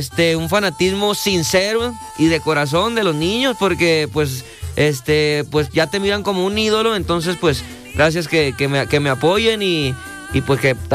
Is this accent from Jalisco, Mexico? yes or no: yes; Santa María de los Ángeles, Jalisco, Mexico; de Santa María de Los Ángeles, Jalisco, tierra de gente, donde la tierra se junta con el cielo.